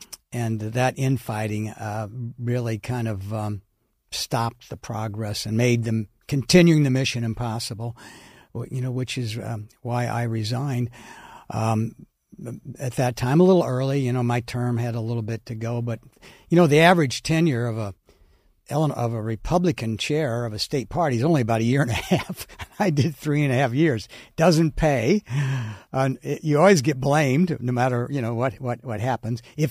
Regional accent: Springfield, United States; my hometown of Springfield

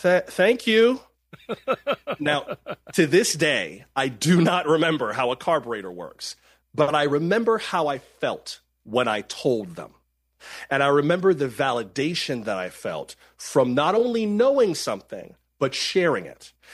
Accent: Palm Beach County, Florida, United States; Yeah, and I grew up in South Florida. I'm from Palm Beach County, Florida

